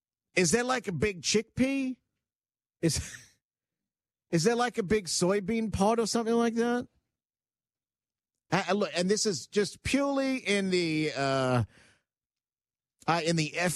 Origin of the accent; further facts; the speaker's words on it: Queensland, Australia; I grew up near the Big Pineapple in Queensland, which is exactly what you th